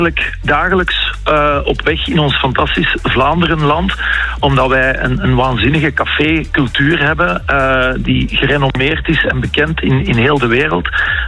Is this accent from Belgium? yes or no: yes; Leuven, Flanders, Belgium; ik ben een Leuvenaar, dus dan weet je het meestal wel. Hè. Ik ben een beetje een Stella-boy, dat gaat er toch niet uit. Ik ben opgegroeid met de bierwalm, elke keer als ze aan het stoken waren van de Stella.